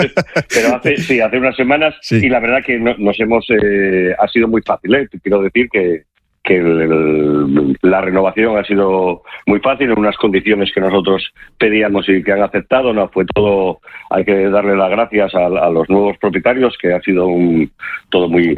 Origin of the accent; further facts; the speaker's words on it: Gijón, Asturias, Spain; nosotros, los socios, somos de Gijón, se lo debemos todo a Gijón